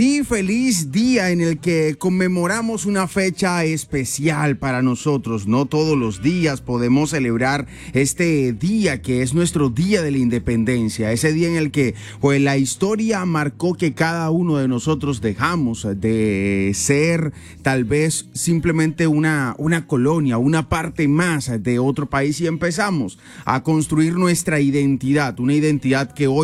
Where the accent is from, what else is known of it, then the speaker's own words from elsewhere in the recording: Colombia; hoy decimos somos colombianos